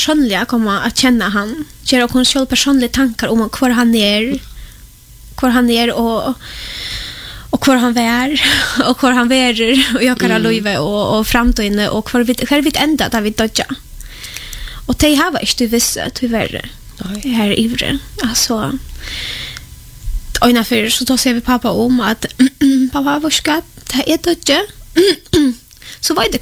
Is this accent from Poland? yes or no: yes; Poland; Swedish is a second language; now in Sweden; att jag var nu hemma i Polen